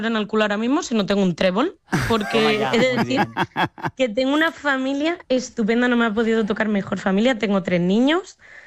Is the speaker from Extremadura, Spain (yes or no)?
yes; Extremadura, Spain; accent: Madrid; also born or lived in Madrid; now in Ireland; Pues es que el acento es un poco tirando de Madrid porque nací en Madrid, pero soy extremeña y defiendo uh-huh. mucho mi orgullo extremeño.